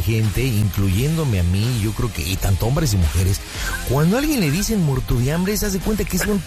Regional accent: Mexico; De verdad hay que analizar por qué a nosotros como mexicanos, cuando alguien nos dice muerta de hambre, ¿por qué nos enchila?

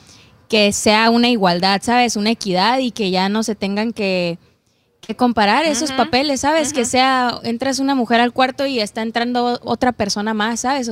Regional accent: Mexicali, Baja California, Mexico; soy de Mexicali, Baja California, me encanta la música desde que estoy morrita, mi familia de charros

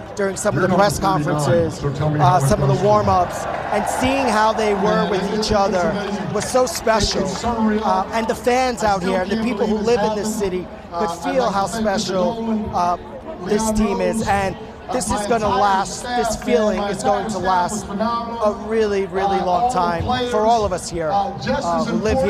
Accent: New York City, New York, United States; I grew up in Brooklyn.

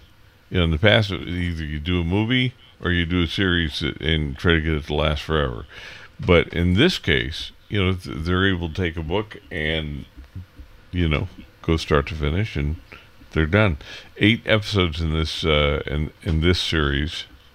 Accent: California, United States; now in Boise, Idaho, United States; growing up on the Central California coast.

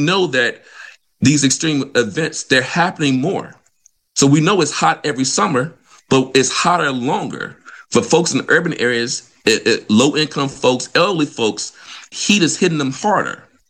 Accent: Vicksburg, Mississippi, United States; Like, I'm from Mississippi, so I'm from Vicksburg.

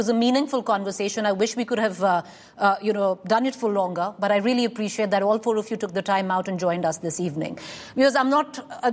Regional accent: Haryana, India; I come from Haryana.

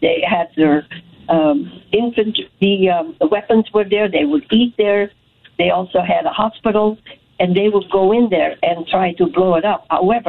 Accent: Belgium; now in United States; My brother and we are born and raised in Belgium.

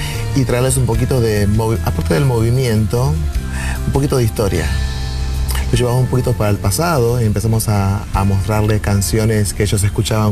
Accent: Argentina; Como yo soy argentino, tengo esa ventaja de poder decir, mira, yo no sé de qué trata bien la historia aquí en Puerto Rico.

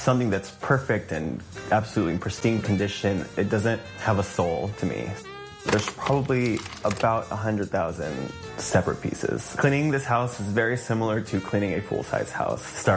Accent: Alhambra, California, United States; born or raised there

